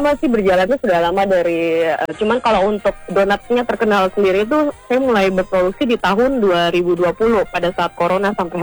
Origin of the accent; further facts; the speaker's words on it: Merauke, South Papua, Indonesia; kita kan orang Merauke